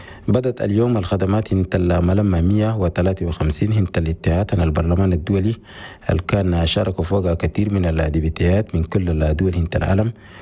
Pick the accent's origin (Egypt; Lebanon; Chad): Chad; عشان تساعد المنصة الوطنية في شيلين القرارات بخصوص الصحة في بلدنا جدة.